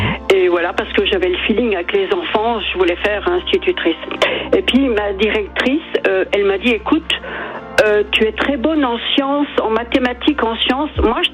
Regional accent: Grand Est, France; j'étais au lycée dans les Vosges, hein, je suis originaire des Vosges.

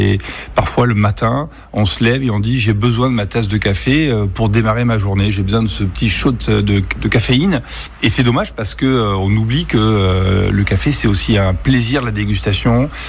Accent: Bordeaux, Nouvelle-Aquitaine, France; Je suis bordelais, j'ai eu envie de revenir

